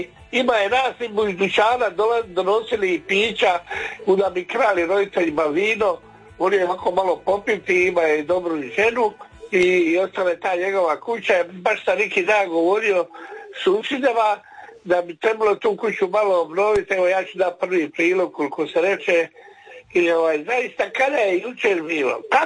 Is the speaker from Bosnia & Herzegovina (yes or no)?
no; Rurović, Croatia; kad sam bio mali u Ruroviću, jedan naš susjed došao iz Argentine i donio radio.